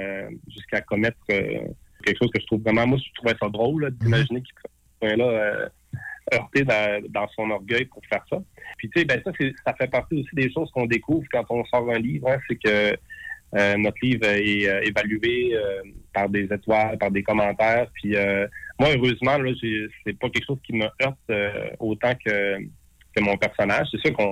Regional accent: Saguenay, Quebec, Canada; born or raised there

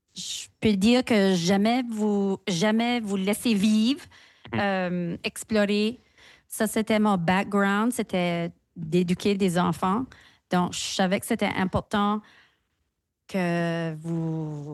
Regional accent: Shediac, New Brunswick, Canada; accent: Chiac; Et nous, oui, on parlait plus chiac, parce qu'on vient de Chidiac.

